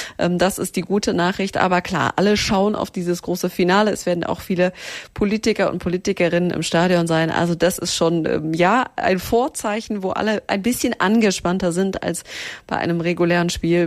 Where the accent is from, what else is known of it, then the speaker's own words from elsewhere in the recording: Germany; die mich auch gefragt haben, wo kommst du denn her? Habe ich gesagt, aus Deutschland